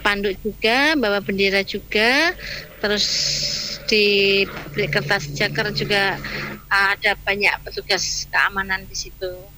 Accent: Ponorogo, East Java, Indonesia; Iya, Mas. Saya dari Ponorogo.

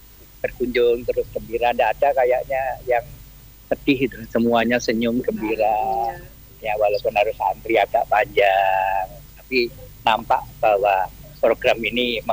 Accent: Kediri, East Java, Indonesia; Saya sendiri dari Kediri, tadi habis sholat subuh ingin kesini memang untuk melihat kegembiraan.

